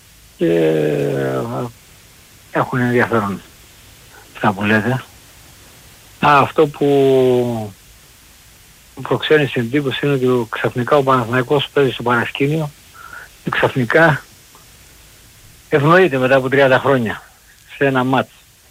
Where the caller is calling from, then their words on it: Melissia, Attica, Greece; από τα Μελίσια.